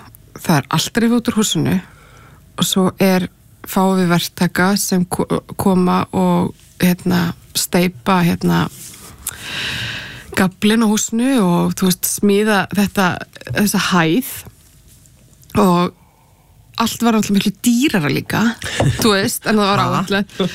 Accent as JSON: {"language": "Icelandic", "region": "Capital Region", "country": "Iceland", "tie": "born or raised there", "said": "En ég ólst upp á Bergþórgötunni"}